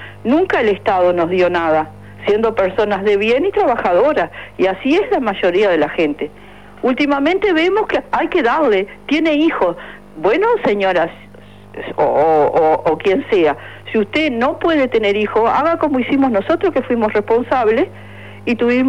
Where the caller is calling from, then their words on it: Maldonado, Uruguay; como un matrimonio que hemos sido, que somos de Maldonado, criamos 2 hijos, los cuales son adultos, ya tenemos nietos